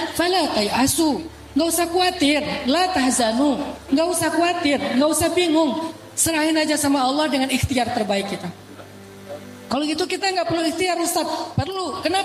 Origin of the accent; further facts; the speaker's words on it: Sumatra, Indonesia; saya orang Sumatera.